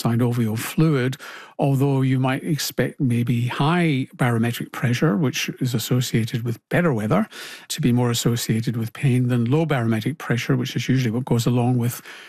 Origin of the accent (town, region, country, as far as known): Glasgow, Scotland, United Kingdom; born or raised there